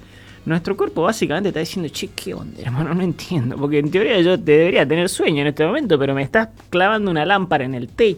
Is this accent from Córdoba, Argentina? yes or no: no; Jujuy, Argentina; A mí me pasa lo mismo, yo soy jujeño.